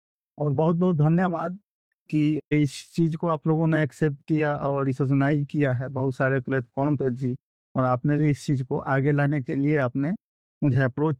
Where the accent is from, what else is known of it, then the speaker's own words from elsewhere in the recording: Motihari, Bihar, India; moved away as an adult; now in Muzaffarpur, India; मैं बिहार का रहने वाला हूँ, बिहार के मोतिहारी एक डिस्ट्रिक्ट है, मोतिहारी में महसी मेरा गाँव है, वहाँ से मैं रहने वाला हूँ।